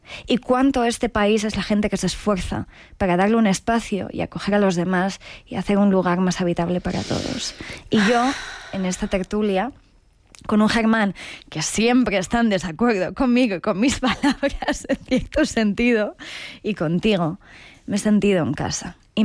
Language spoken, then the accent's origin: Spanish; Tangier, Tanger-Tetouan-Al Hoceima, Morocco; yo que soy de Tánger, del otro lado del Mediterráneo